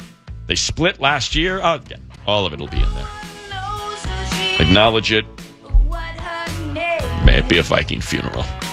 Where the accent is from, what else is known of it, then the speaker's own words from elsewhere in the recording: Brooklyn, New York, United States; I'm from Brooklyn.